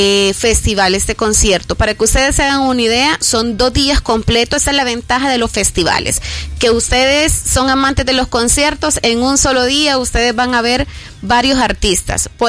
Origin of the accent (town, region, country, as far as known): El Salvador